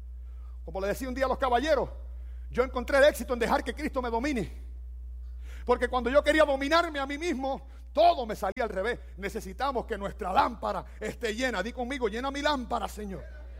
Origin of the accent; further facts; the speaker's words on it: Cuba; now in United States; Nosotros en Cuba decimos paragüero.